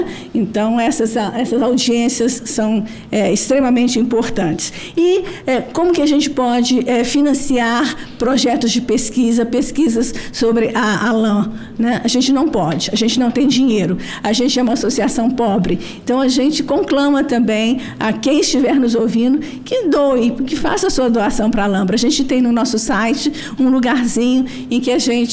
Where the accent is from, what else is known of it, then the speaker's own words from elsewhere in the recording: Brazil; E essa uma sou eu, do Brasil